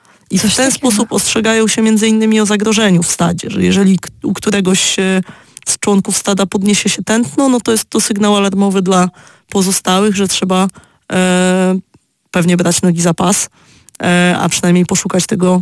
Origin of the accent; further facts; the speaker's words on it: Tricity, Pomeranian Voivodeship, Poland; Pochodzę z Trójmiasta